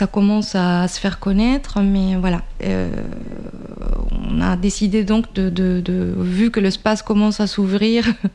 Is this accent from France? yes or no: no; Trujillo, La Libertad, Peru; Oui, je suis péruvienne en fait, d'origine. Je suis née au Pérou.